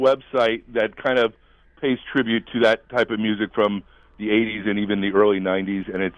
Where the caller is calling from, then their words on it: New York, United States; I'm in Manhattan.